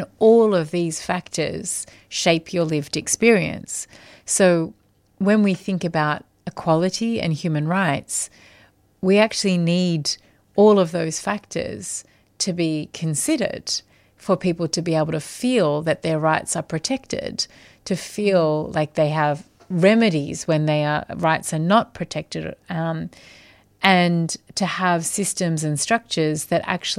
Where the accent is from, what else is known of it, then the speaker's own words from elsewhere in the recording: Australia; I would say that in a country like Australia, and I am Australian, although I live overseas, we are a lucky country in some ways.